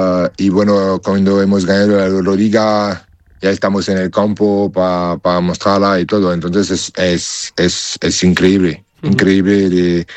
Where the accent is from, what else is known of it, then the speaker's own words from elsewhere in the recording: France; Spanish is a second language; Amigos, pero soy francés.